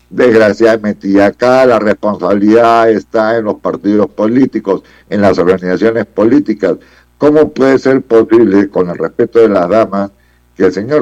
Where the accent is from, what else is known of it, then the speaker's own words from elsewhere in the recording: Peru; que no soy fujimorista, antes de todo soy peruano